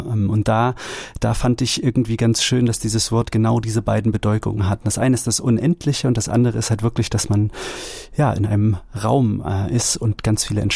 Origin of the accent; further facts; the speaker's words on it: Thuringia, Germany; Also ich bin ein Kind des Waldes, kann man so sagen. Ich bin im Eichsfeld aufgewachsen. Das ist eine sehr ländliche Region im Norden Thüringens. Und da war ich Sohn eines Försters und immer draußen im Wald, so oft es ging.